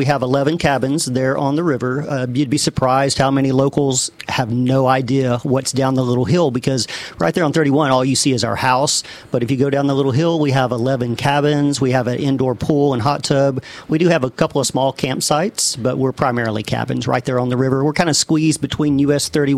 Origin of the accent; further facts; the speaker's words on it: Texas, United States; moved away as an adult; now in Benzonia, United States; We're from Texas originally.